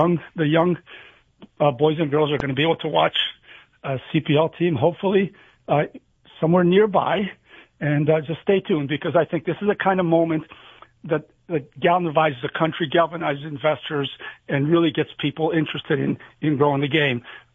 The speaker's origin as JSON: {"language": "English", "town": "Windsor", "region": "Ontario", "country": "Canada", "tie": "born or raised there", "said": "I grew up in Windsor, and, back in the 70s, we had a team called Windsor Stars."}